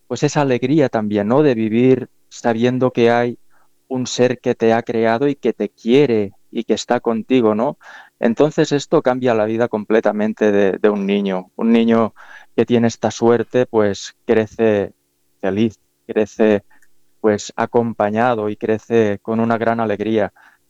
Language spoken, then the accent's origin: Spanish; Catalonia, Spain; aquí en España y muy particularmente en la zona en la que yo me crié, Cataluña, cerca de Barcelona, pues la fe no ha estado muy de moda en las últimas décadas. Pero yo tuve la fortuna de ser criado en una familia